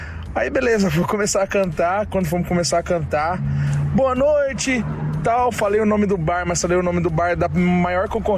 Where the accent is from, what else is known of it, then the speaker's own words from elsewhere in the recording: Foz do Iguaçu, Paraná, Brazil; sou de Foz do Iguaçu, sou cantor.